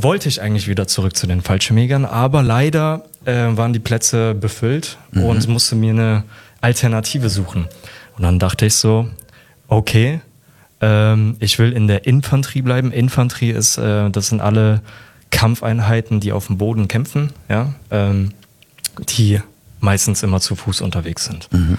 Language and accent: German; Frankfurt, Hesse, Germany; Ich meine, ich komme aus Frankfurt und wir haben hier keine Berge.